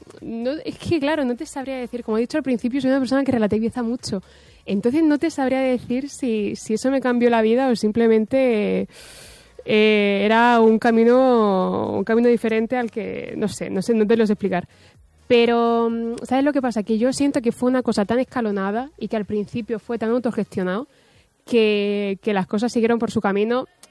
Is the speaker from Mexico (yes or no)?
no; Cartagena, Region of Murcia, Spain; now in Madrid, Spain; me vuelvo a Cartagena